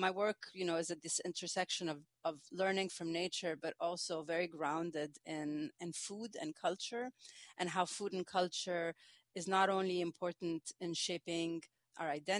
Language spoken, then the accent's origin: English; Egypt; now in United States; But my curiosity actually came from the fact that growing up, I come from Egypt. I knew that there were, a lot of different fermented products that exist in our culture. And I moved to the United States